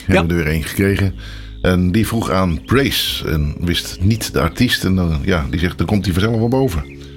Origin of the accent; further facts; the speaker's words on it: North Holland, Netherlands; Ik denk dat ik het niet goed uitspreek. Maar dat komt omdat ik ook uit Noord-Holland kom